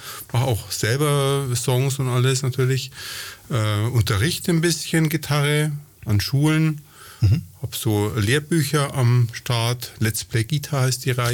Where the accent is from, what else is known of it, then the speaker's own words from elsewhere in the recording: Nuremberg, Bavaria, Germany; born there; also born or lived in Ingolstadt; Nein, ich bin ein gebürtiger Nürnberger tatsächlich.